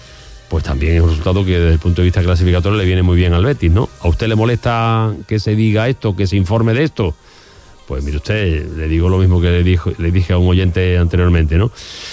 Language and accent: Spanish; Chile; Alexis Sánchez, acá en mi país, Chile, es un ídolo nacional, un crack, un verdadero orgullo de nuestra generación dorada